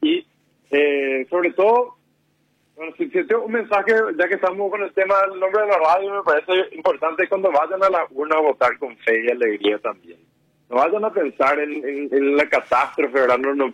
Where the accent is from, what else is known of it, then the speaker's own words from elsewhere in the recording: Paraguay; A pesar de todos los dolores que sufrimos como paraguayos